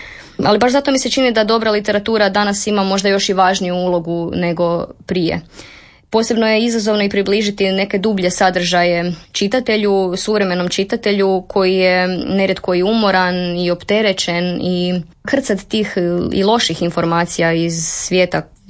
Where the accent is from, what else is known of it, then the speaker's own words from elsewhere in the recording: Croatia; koji je inače rodom iz Bjegovače, to je dva mjesta dalje od mjesta u kojem sam ja odrasla.